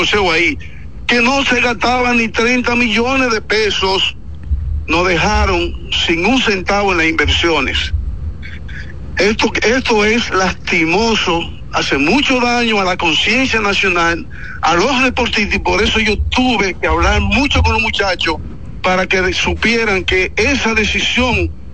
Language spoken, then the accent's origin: Spanish; Dominican Republic; todos como buenos dominicanos estuvimos unidos